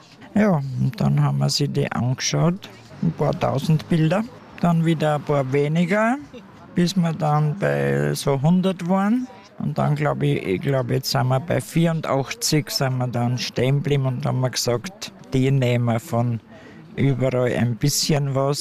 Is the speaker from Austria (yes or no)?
yes; Mitterpullendorf, Burgenland, Austria; So wie ich bin ja aus Mitterbullendorf und ich habe ja die Leute gekannt.